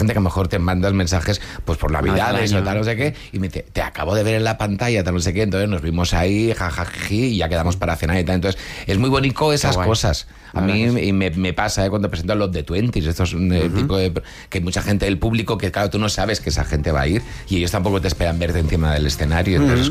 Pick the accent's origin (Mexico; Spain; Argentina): Spain; Barcelona, Catalonia; moved away as an adult; now in Madrid, Spain; yo soy de Barcelona, me vine a Madrid con 18 años